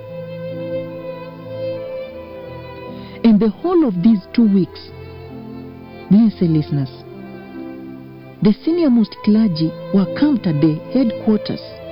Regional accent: Kenya; How I repent, I really repent. … as a Kenyan.

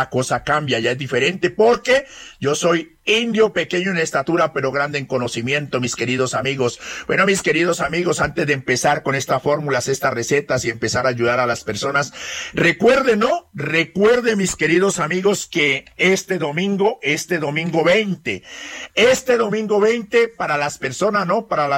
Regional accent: Putumayo, Colombia; esta emisora llega hasta acá, mi tierra, acá el Putumayo.

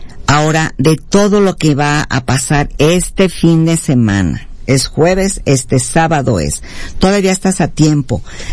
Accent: Mexico; como yo soy católica, pero como ciudadana mexicana

